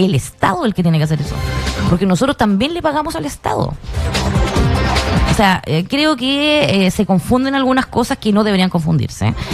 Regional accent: Chile; los chilenos somos súper solidarios

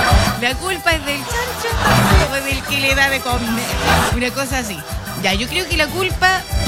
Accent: Chile; como somos chilenos y es parte de nuestra idiosincrasia

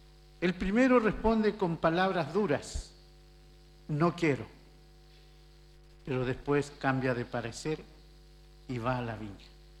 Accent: Araucanía, Chile; nuestra región, nuestra Araucanía

